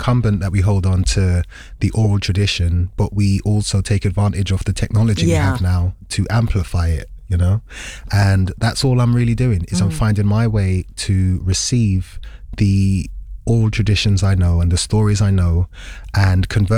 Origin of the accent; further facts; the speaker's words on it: United Kingdom; I'm British, but I'm also Caribbean.